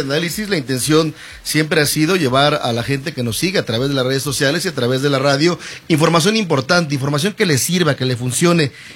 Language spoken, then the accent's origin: Spanish; Tula de Allende, Hidalgo, Mexico; Quienes somos de Tula